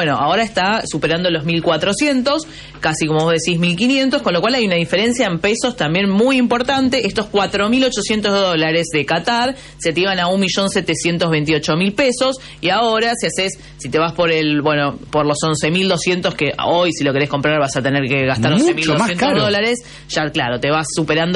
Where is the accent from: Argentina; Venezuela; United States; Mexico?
Argentina; Como los argentinos somos muy fanáticos y todos quieren ir a ver Argentina